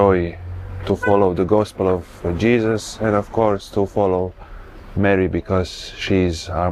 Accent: Croatia; From Croatia.

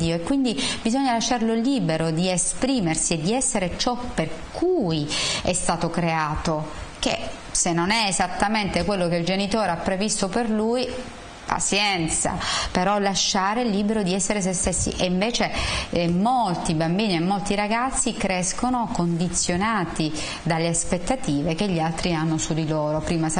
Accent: Ukraine; Italian is a second language; Vengo dall'Ucraina. Io sono qui per la seconda volta.

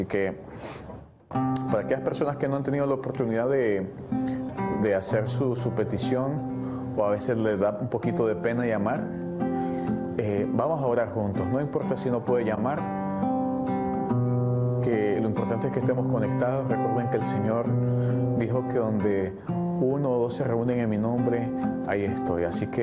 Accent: Nicaragua; Gracias a las personas que nos escriben mucho de Nicaragua, que es de donde soy.

